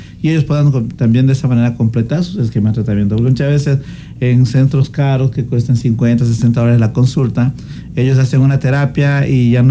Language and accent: Spanish; Bolivia; now in Ecuador; yo soy boliviano, entonces cada fin de año que me doy un viajecito a Bolivia